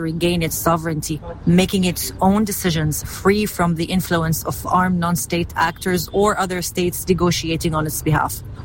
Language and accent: English; Mount Lebanon, Lebanon; I am from the Matin area in Lebanon.